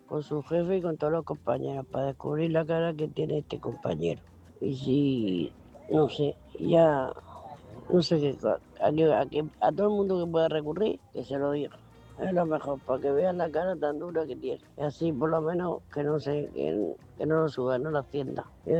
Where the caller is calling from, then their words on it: Murcia, Region of Murcia, Spain; de Murcia.